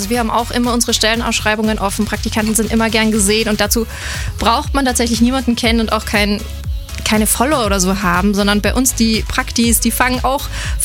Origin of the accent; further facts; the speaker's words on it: Austria; ich bin eigentlich aus Österreich und in Österreich habe ich ganz viele Medienpraktikas gemacht.